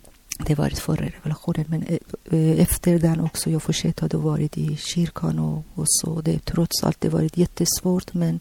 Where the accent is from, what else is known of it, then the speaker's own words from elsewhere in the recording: Tehran, Tehran Province, Iran; Swedish is a second language; moved away as an adult; now in Sweden; när jag kom från Teherankyrkan direkt, jag gick på i Vårgårda Pingstkyrkan.